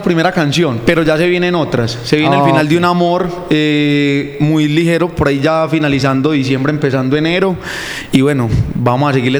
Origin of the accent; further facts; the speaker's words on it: Pueblo Rico, Antioquia, Colombia; yo vengo de Pueblo Rico, Antioquia. Yo soy de acá del suroeste antioqueño. Yo fui campesino